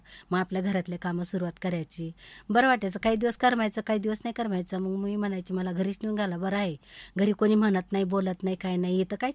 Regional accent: Akola district, Maharashtra, India; moved away as an adult; now in Ahilyanagar, India; मूळच्या आम्ही अकोल्याचेच आहे, म्हणजे मूळ गाव अकोला जिल्हा आहे आमचा, पण खेडगाव आहे बेलोरा म्हणून, बेलोरा बुजरुक। आणि सासर पण जेष्ठिक अकोल्यामध्येच येतो आणि तहसील बाळापूर म्हणून येतो, तिथं पण खेडगाव बटवाडी खुर्द आहे सासर।

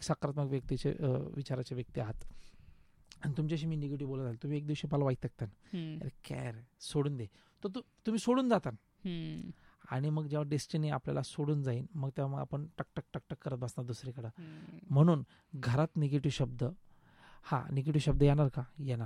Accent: Ahilyanagar, Maharashtra, India; moved away; मी अहिल्या नगरचाच आहे

